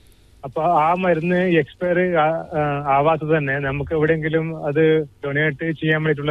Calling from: Kannur, Kerala, India; ഞാൻ കണ്ണൂരിൽ നിന്നാണ്.

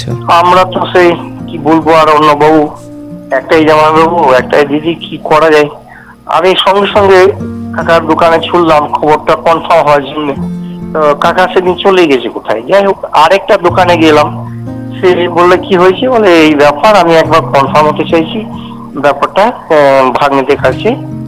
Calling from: West Bengal, India; আমি পশ্চিমবঙ্গ বীরভূম থেকে

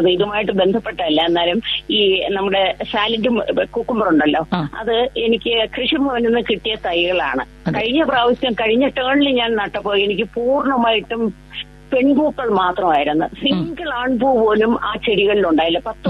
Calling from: Thiruvananthapuram, Kerala, India; ഉള്ളൂരിൽ നിന്നാണ് സംസാരിക്കുന്നത്.

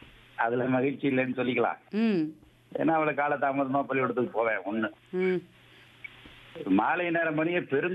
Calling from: Lalgudi, Tamil Nadu, India

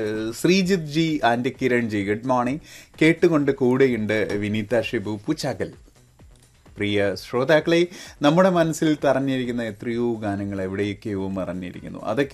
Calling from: Arookutty, Kerala, India; ഞാൻ അരൂക്കിറ്റിയിൽ നിന്നാണ് മെസ്സേജ് അയക്കുന്നത്.

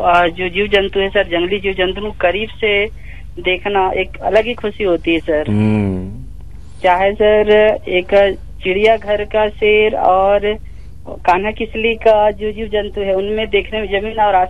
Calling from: Balaghat district, Madhya Pradesh, India; मैं ग्राम कन्या दमोह तहसील बिरसा जिला बालाघाट मध्य प्रदेश से … बोल रहा हूँ

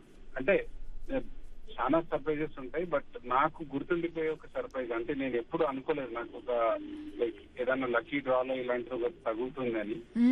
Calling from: Hyderabad, Telangana, India; నేను హైదరాబాద్ నుంచి కాల్ చేస్తున్నాను.

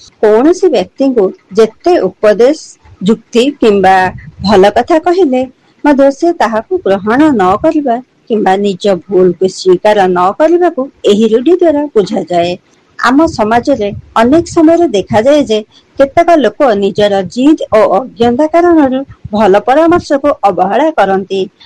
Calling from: Bhubaneswar, Odisha, India; ଭୁବନେଶ୍ୱରରୁ କହୁଛି।

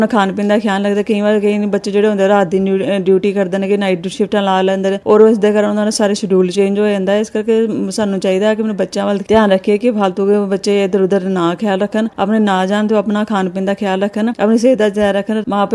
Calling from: Mohali, Punjab, India; ਔਰ ਮੈਂ ਮੋਹਾਲੀ ਤੋਂ ਬੋਲ ਰਹੀ, ਮੈਂ ਇੱਕ ਗ੍ਰਹਿਣੀ ਹਾਂ।

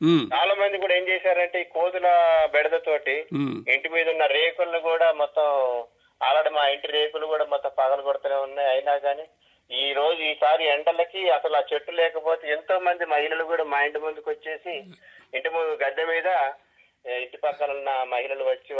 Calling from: Rampuram, Telangana, India; మాది భద్రాద్రి కొత్తగూడెం జిల్లా రాంపురం గ్రామం సార్.

